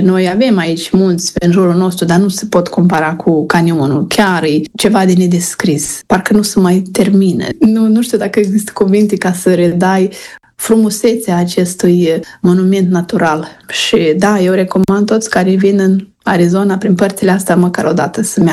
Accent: Lozova, Strășeni District, Moldova

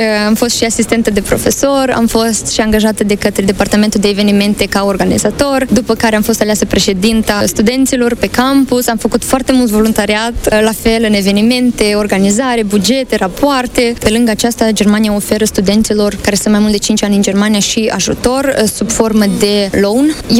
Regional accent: Moldova; noi ca moldoveni

